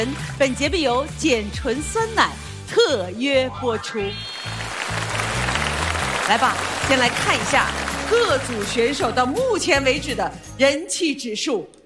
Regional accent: Suzhou, Jiangsu, China; moved away; 我老家在苏州

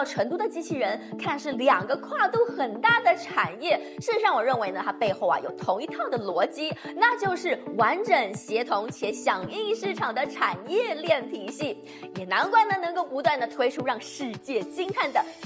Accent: Taiwan; 我来自台湾嘛

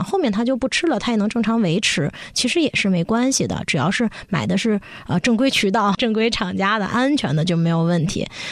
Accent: China

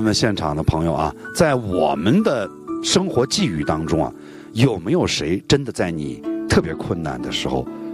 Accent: China; 我相信我们中国人的善良底子当中还会想到那句话

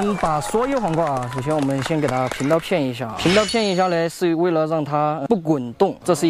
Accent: Chongqing, China; 大家好，我是来自重庆的小伙，

